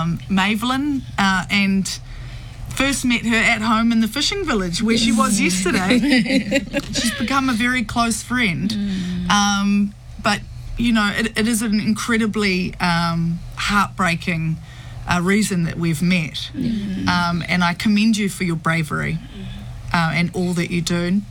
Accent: Opotiki, Bay of Plenty, New Zealand; I grew up in Opotiki.

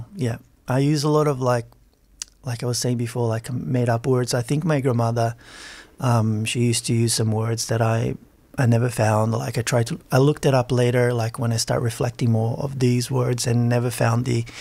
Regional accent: São Paulo, Brazil; moved away as an adult; now in Australia; I feel like even living here for 12 years, the reference from growing up in Brazil is still very strong.

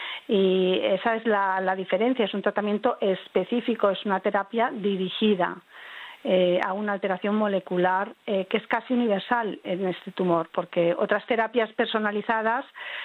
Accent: Spain; yo soy de España, vivo en Madrid

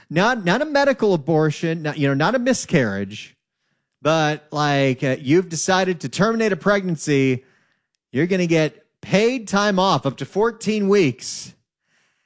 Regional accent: California, United States; I'm born and raised in California. I was 9 when the Northridge earthquake happened.

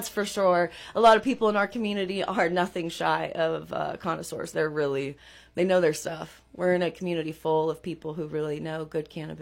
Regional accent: California, United States; when we were young, growing up in Nevada County, there was some of the best weed growing up in North San Juan or in people's backyards.

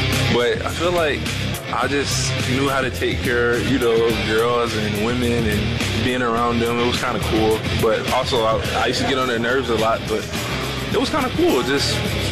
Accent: Atlanta, Georgia, United States; I'm from Atlanta, Georgia.

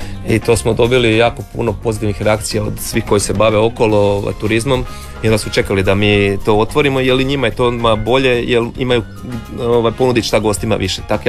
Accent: Osijek, Osijek-Baranja County, Croatia; now in Karanac, Croatia; Ja sam iz Osijeka.

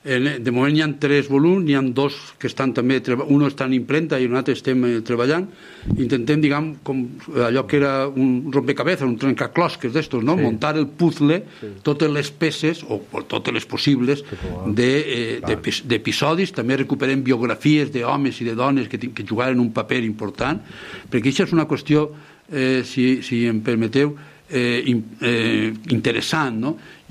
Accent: Ibi, Valencian Community, Spain; Ibi, que és el meu poble

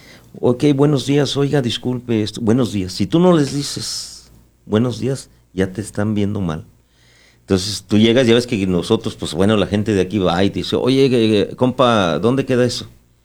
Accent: Mexico; Esos somos los mexicanos.

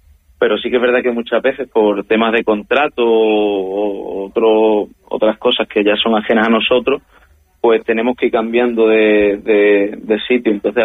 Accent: Ceuta, Spain; also born or lived in Seville; Yo nací en Sevilla, pero vine aquí a Ceuta muy pequeño, con algo menos de 3 añitos, y estuve aquí hasta los 18 años, que volví a estudiar la carrera en Sevilla, y aunque he estado 8 años en Sevilla, en el fondo me considero que soy de Ceuta.

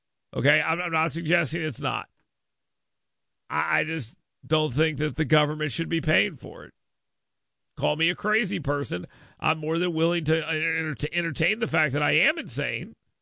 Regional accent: Gulf Coast, United States; I grew up on the Gulf of America.

